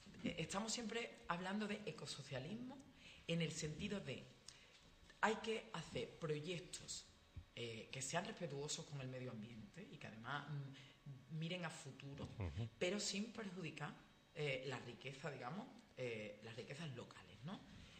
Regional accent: Andalusia, Spain; yo vengo del campo de Gibraltar

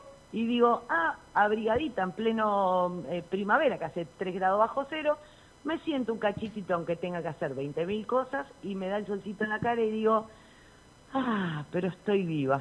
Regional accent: Argentina; soy argentina

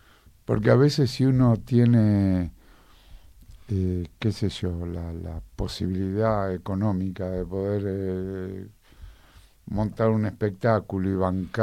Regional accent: Loma Negra, Buenos Aires Province, Argentina; also born or lived in Olavarría; Me crié en Loma Negra, frente a una fábrica de cemento.

